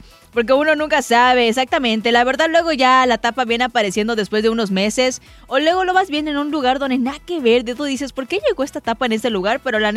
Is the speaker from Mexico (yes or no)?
yes; Mexico; hay objetos que literalmente nos delatan como mexicanos.